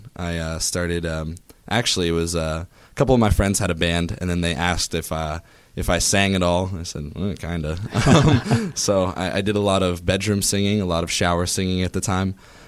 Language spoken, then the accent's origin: English; Sewickley, Pennsylvania, United States; I went to Quaker Valley High School up in Swickley-Leedsdale area.